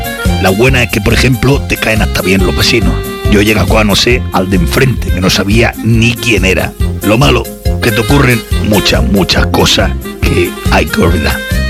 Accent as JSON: {"language": "Spanish", "country": "Spain", "said": "Como buenos españoles que somos, la única manera de salvar el país es haciendo lo que mejor se nos da."}